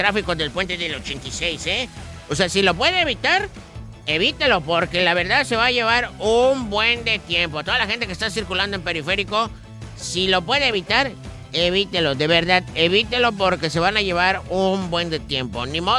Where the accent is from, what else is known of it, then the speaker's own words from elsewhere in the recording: Mexico; somos mexicanos y estamos orgullosos